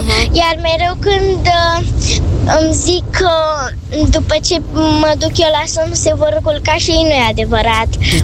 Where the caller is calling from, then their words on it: Bucharest, Romania; din București, am 9 ani.